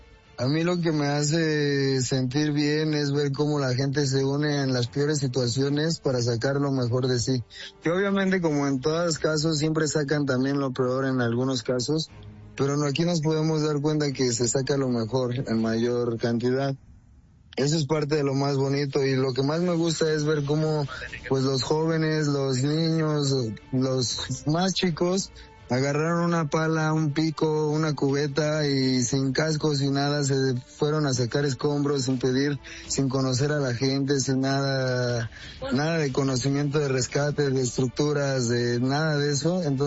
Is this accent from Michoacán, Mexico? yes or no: yes; San José de Gracia, Michoacán, Mexico; Yo soy de San José de Gracia, Michoacán.